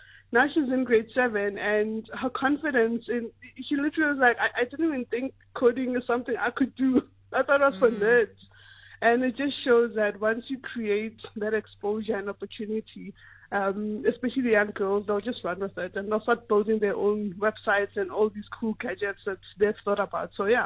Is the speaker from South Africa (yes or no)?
yes; Tembisa, Gauteng, South Africa; I'm also from Tembisa.